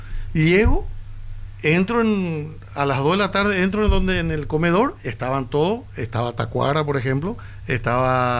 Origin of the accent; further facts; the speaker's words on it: Ciudad del Este, Alto Paraná, Paraguay; Todos somos de Ciudad del Este, entre Hernandarias, Mingaguazú.